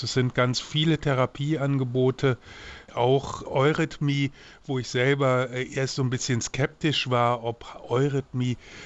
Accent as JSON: {"language": "German", "town": "Hildesheim", "region": "Lower Saxony", "country": "Germany", "tie": "born or raised there", "also_born_or_lived": "Duderstadt", "said": "Ich bin in Duderstadt im Landkreis Göttingen geboren und bin aufgewachsen in Hildesheim."}